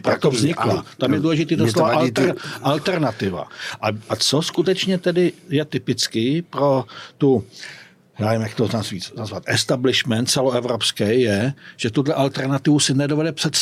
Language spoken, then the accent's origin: Czech; Prostějov, Olomouc Region, Czechia; Já jsem taky z Prostějova.